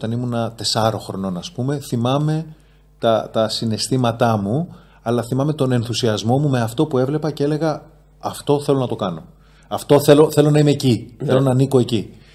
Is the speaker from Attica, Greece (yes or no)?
yes; Athens, Attica, Greece; born there; also born or lived in Heraklion; γεννήθηκα στην Αθήνα